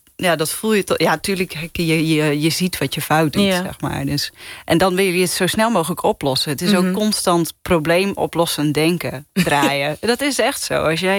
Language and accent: Dutch; Gouda, South Holland, Netherlands; now in Amsterdam, Netherlands; ik kom uit Gouda.